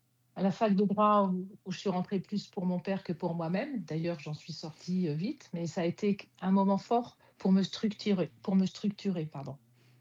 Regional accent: Orléans, Centre-Val de Loire, France; born there; La Charité-sur-Loire, c'est une petite ville. Hein. Et puis, j'ai toujours d'ailleurs un frère. À 10 ans, on déménage de cette petite ville pour venir sur Orléans. Et Orléans, c'est une très grande ville par rapport à la Charité-sur-Loire. Et donc, tu vois, je suis arrivée à 10 ans et je n'en suis jamais repartie.

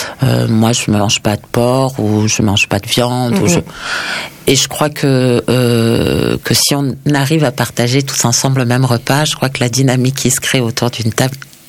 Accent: Briançon, Provence-Alpes-Côte d'Azur, France; now in Toulouse, France; j'ai grandi aussi à la frontière italienne. Moi, je suis née, j'ai grandi à Briançon. Donc, on n'est pas très, très loin. On est à une petite heure, toute petite heure de route de Turin.

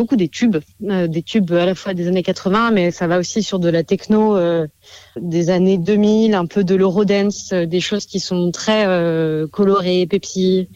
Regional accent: Besançon, Bourgogne-Franche-Comté, France; On vient de Besançon

